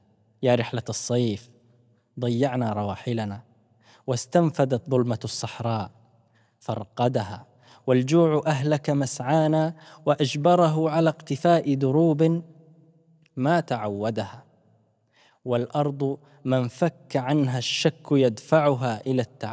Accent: Ibb, Yemen; born there; moved away as an adult; also born or lived in Sanaa; أنا لست من صنعاء، أنا من إب، ولكن بعد أن أكملت الثانوية انتقلت إلى صنعاء، وكان انتقال من ريف إلى مدينة، ولم أجلس فيها إلا شهر تقريبا أو شهرين، وبعدها سقطت العاصمة فعدت إلى الريف

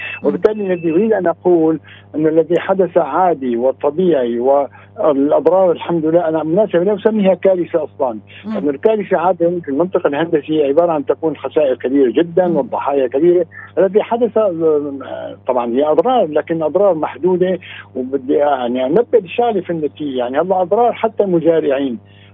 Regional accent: Aleppo, Aleppo Governorate, Syria; نحن عندنا في حلب

